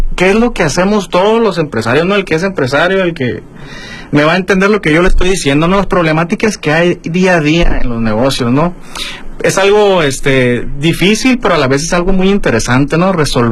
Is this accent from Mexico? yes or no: yes; La Paz, Baja California Sur, Mexico; Pues hasta aquí en toda la ciudad de La Paz, ¿no? Porque aquí es mi tierra, es donde yo nací, es donde pues yo creo que aquí me voy a morir